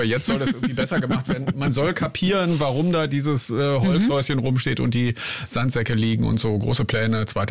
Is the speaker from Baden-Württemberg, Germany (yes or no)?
no; Berlin, Germany; Ich bin Berliner. Brandenburg.